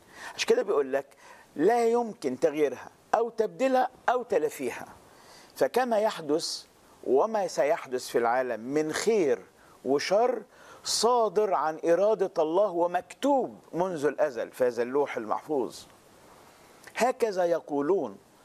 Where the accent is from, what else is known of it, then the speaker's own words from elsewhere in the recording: Egypt; احنا كمصريين شعب متدين